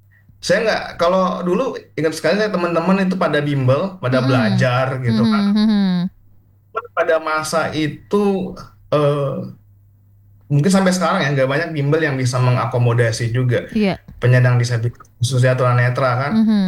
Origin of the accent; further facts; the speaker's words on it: Palembang, South Sumatra, Indonesia; moved away as an adult; also born or lived in Padang; now in Alahan Panjang, Indonesia; saya lahir dan besar di Palembang